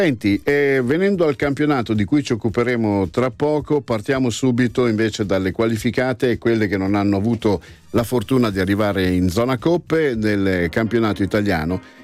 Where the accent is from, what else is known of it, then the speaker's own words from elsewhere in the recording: Bologna, Emilia-Romagna, Italy; Io come bolognese esulto perché l'Aston Villa è la squadra che ha eliminato il mio Bologna